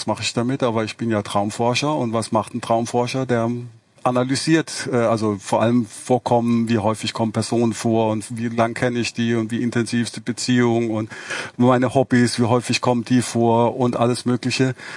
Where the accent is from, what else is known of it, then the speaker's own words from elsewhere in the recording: Baden-Württemberg, Germany; Nee, ich bin ja im Raum Heidelberg aufgewachsen und habe in Karlsruhe Elektrotechnik studiert und in Mannheim Psychologie